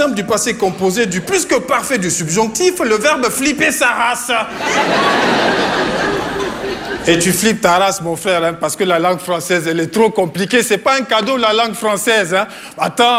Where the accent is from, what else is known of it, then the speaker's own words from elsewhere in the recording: Niger; now in France; Bon, mais ça n'empêche que même si je suis nigérien, maintenant je me fais beaucoup d'amis en France, hein, tu vois.